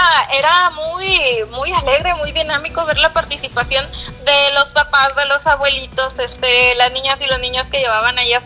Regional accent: Mexico; a todos como mexicanos

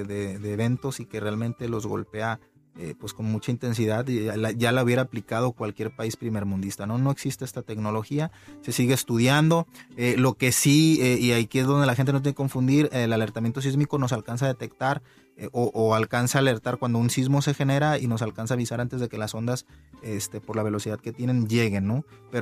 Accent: Mexico; creo que como mexicanos tuvimos acceso muy rápidamente a la información, a videos, a testimonios de la gente

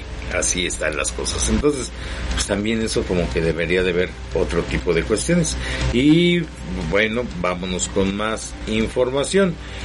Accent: Mexico

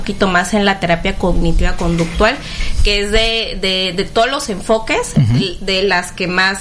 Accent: Tuxtla Gutiérrez, Chiapas, Mexico; yo soy originaria de Tuxtla.

